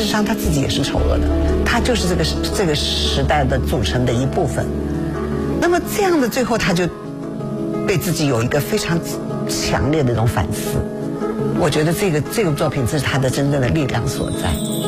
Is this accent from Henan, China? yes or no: no; Hangzhou, Zhejiang, China; 我是杭州人